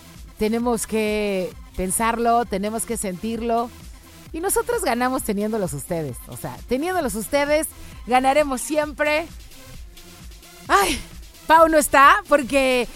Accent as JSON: {"language": "Spanish", "country": "Mexico", "said": "así somos los mexicanos"}